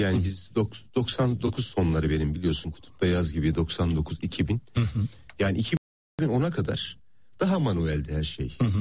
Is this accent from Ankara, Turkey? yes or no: yes; Ankara, Turkey; Tabii canım, Ankara bizim kökenimiz.